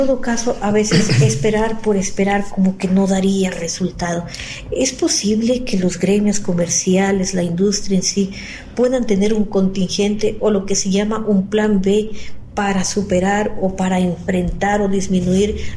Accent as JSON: {"language": "Spanish", "country": "Ecuador", "said": "los ecuatorianos"}